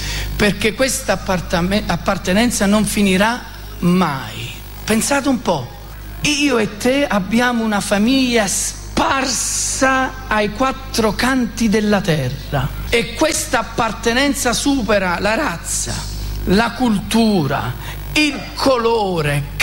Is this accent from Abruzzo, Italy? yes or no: no; Naples, Campania, Italy; Io sono napoletano, hai una bandiera, anche.